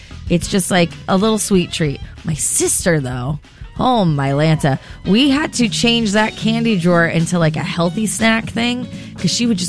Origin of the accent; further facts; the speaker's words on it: Santa Barbara, California, United States; growing up in Santa Barbara, growing up Japanese and Italian with lots of exchange students